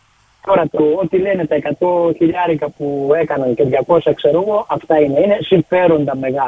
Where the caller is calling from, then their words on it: Greece; Εμείς σαν Έλληνες πάλι χάνουμε.